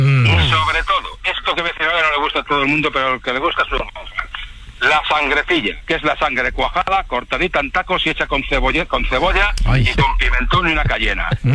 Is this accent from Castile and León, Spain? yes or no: yes; Valladolid, Castile and León, Spain; Yo soy de Valladolid, Valladolid de capital, ¿vale? De generaciones.